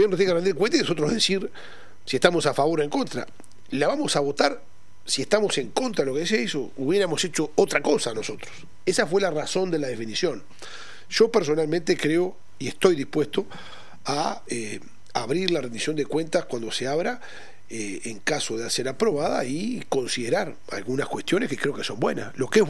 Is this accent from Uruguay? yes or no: yes; San José, Uruguay; que soy de San José, todo en el costillar oeste de San José